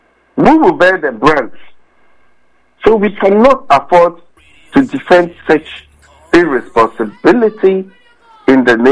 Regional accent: Tamale, Northern Region, Ghana; I remember growing up in Zegbeli, Tumali.

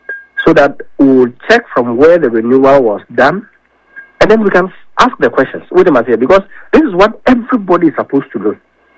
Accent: Ghana; as a Ghanaian, I know very well.

